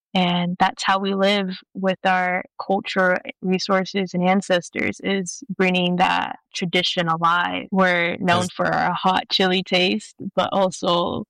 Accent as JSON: {"language": "English", "town": "Acoma Pueblo", "region": "New Mexico", "country": "United States", "tie": "born or raised there", "said": "So I'm from the Acoma Pueblo tribe, and that is in between Grants, New Mexico, and Albuquerque, the main city."}